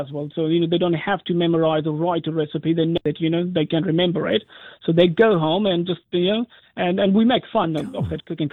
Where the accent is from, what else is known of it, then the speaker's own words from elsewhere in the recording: India; moved away as an adult; now in New Zealand; Because I come from India, you know, where food is very important to us. And when I came to New Zealand